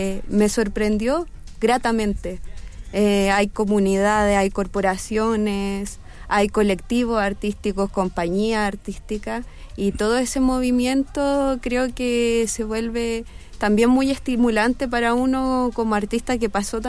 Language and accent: Spanish; Calama, Antofagasta, Chile; moved away as an adult; also born or lived in Valparaíso / Concepción / Santiago; yo soy de Calama, nacida y criada en Calama.